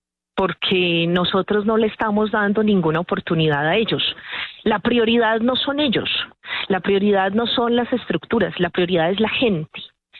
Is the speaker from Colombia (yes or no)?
yes; Colombia; Las que nos merecemos como pueblo colombiano